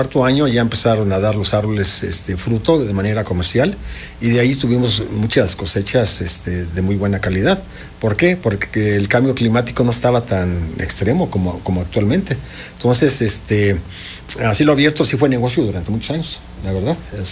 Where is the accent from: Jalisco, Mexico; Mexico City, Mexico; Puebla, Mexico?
Puebla, Mexico; Tetela de Ocampo; yo vengo de La Cañada, municipio de Tetela de Ocampo, Puebla.